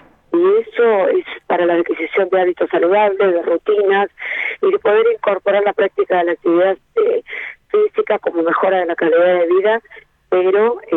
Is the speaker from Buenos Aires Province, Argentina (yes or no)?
yes; Bahía Blanca, Buenos Aires Province, Argentina; now in Villarino, Argentina; yo soy de Bahía Blanca y me siento una más de acá del distrito, hace muchos años que estoy